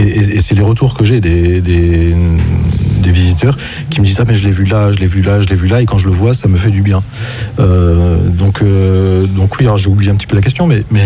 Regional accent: Montpellier, Occitanie, France; born there; c'est la première fois qu'il vient à Montpellier, qui est ma ville natale.

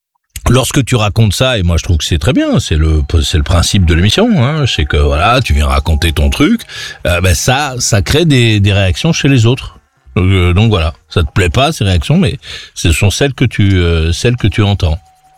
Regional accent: France; Chez nous, en France, lorsque quelqu'un est sous, qu'il est arrêté par la police

